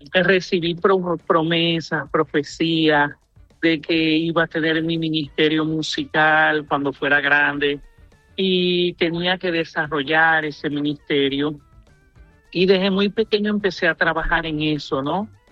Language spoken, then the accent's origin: Spanish; Los Puertos de Altagracia, Zulia, Venezuela; Nací en el Evangelio. Mi mamá es pastora de la iglesia Peniel de los Puertos de Altagracia, municipio Miranda, estado Zulia, en Venezuela. De ahí vengo, ahí crecí.